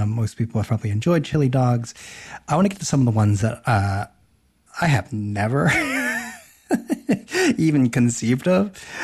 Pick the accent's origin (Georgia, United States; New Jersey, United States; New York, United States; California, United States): New Jersey, United States; I grew up in Jersey.